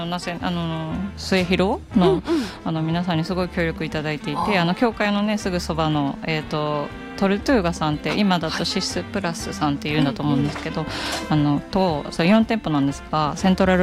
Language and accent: Japanese; Nagoya, Aichi, Japan; born there; moved away; 17歳から名古屋が一応地元愛知県なんですけど